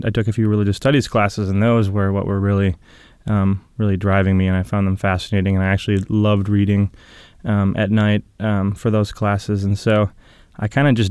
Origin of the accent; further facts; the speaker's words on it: Fargo, North Dakota, United States; But, Ben and I growing up, you know, in Fargo, just south of the Canadian border